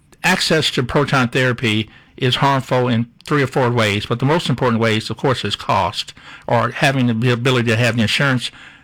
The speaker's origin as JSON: {"language": "English", "region": "Kansas", "country": "United States", "lives_now": "Norfolk, United States", "said": "I'm from Kansas, so that came up a lot in terms of our, the where we came from."}